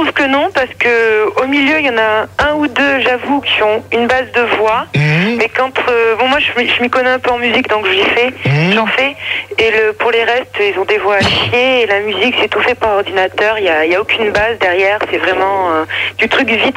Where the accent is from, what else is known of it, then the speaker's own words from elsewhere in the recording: Toulouse, Occitanie, France; Toulouse.